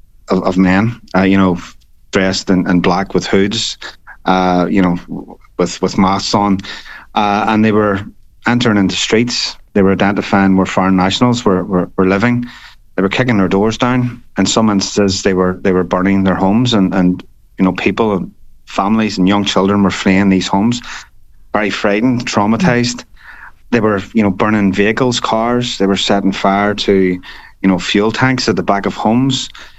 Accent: Belfast, Northern Ireland, United Kingdom; I grew up in West Belfast, which is a nationalist area. And, I grew up hearing stories of pe

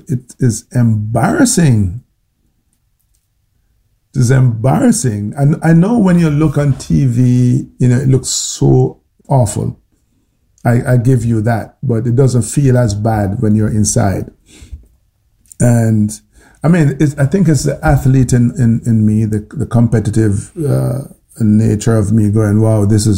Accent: Jamaica; Like we don't go, it's okay because we're from Jamaica, a tropical island, so whatever result we get.

